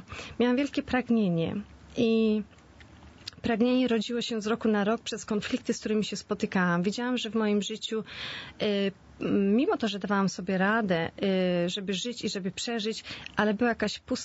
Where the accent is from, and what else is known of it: Świnoujście, West Pomeranian Voivodeship, Poland; moved away